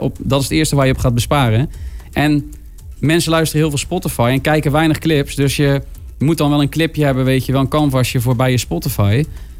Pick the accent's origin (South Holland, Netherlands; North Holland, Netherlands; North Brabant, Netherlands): North Brabant, Netherlands; Bergen op Zoom; ik kom uit Berg op Zoom.